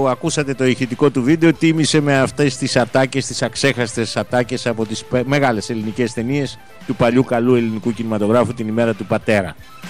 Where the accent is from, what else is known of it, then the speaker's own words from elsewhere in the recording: Western Greece, Greece; now in Patras, Greece; Απέναντι στην Αιτωλοακαρνανία, στην πατρίδα μου, καλημέρα στο Μεσολόγγι, στο Αγρίνιο